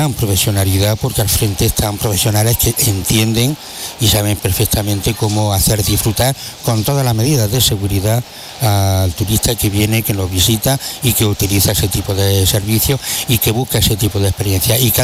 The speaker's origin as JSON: {"language": "Spanish", "region": "Andalusia", "country": "Spain", "said": "por defender y vender mi tierra"}